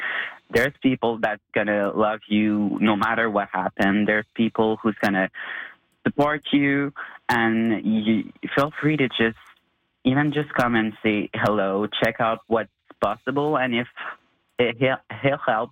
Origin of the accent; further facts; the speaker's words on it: Baie-Comeau, Quebec, Canada; I'm from Beaucartier, not even Sept-Îles